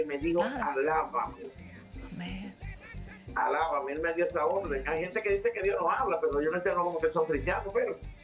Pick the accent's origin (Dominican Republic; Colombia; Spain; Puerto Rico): Dominican Republic; muy contenta, muy alegre, muy colorida, muy pintoresco, somos los dominicanos.